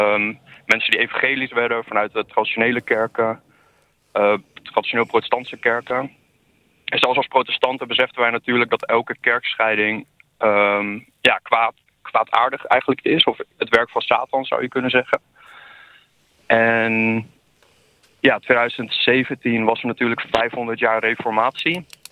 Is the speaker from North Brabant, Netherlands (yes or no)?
no; Wierden, Overijssel, Netherlands; born or raised there; also born or lived in Almelo